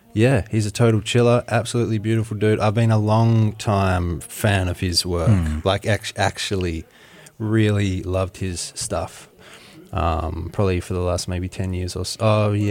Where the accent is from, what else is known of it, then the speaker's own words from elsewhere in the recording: Australia; now in Berlin, Germany; I actually had the pleasure of meeting here in Berlin, even though we're both from Australia.